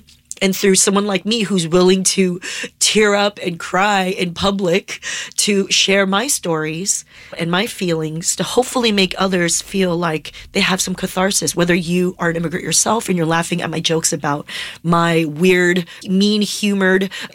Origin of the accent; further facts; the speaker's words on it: California, United States; also born or lived in Taiwan; I'm from Southern California, and this is where I grew up. I love being a Los Angelino, an American, and an immigrant from Taiwan.